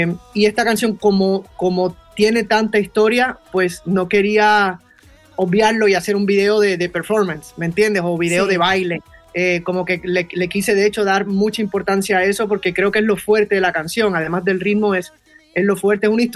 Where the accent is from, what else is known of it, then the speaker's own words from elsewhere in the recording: Puerto Rico; yo soy boricua, soy de Puerto Rico, llevo esas ganas de bailar en la sangre